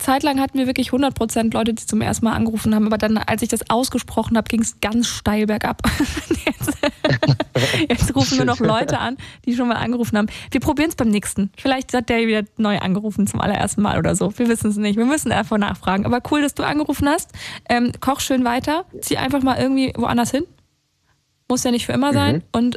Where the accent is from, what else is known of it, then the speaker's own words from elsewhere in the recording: Saarland, Germany; moved away as an adult; now in Berlin, Germany; Und ich komme nicht aus Berlin. Also ich komme eigentlich aus dem Saarland.